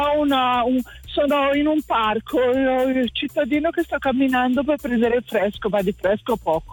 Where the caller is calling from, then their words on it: Sesto San Giovanni, Lombardy, Italy; Chiamo da Sesto San Giovanni. Caldamente, da Sesto San Giovanni.